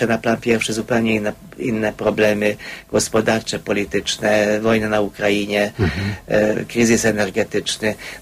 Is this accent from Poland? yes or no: no; Hungary; Polish is a second language; Kiedy jechałem pociągiem z Warszawy do Moskwy, Rosjanka zapytała, gdzie mieszkam. Powiedziałem, że no, pochodzę z Węgier.